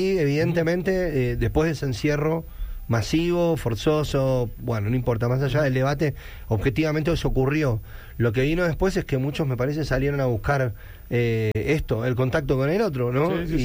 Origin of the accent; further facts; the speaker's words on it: Quilmes, Buenos Aires Province, Argentina; Nuestra ciudad está sobre el río de la Plata, nosotros somos de Quilmes, posada sobre el río de la Plata.